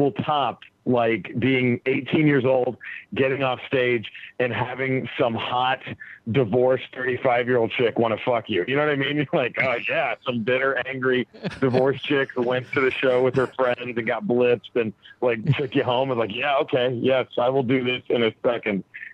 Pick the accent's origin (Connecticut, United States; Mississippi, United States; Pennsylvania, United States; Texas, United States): Texas, United States; Dallas; now in Los Angeles, United States; Dallas, Texas is my hometown, but I live in L.A. now.